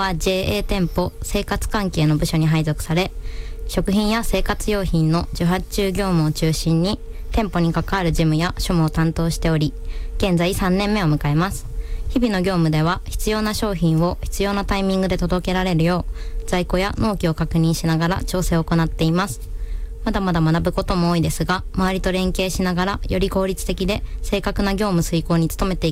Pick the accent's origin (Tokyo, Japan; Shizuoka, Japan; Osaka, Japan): Shizuoka, Japan; 静岡県出身で静岡農業高校を卒業後、2024年に JA 静岡経済連へ入会しました。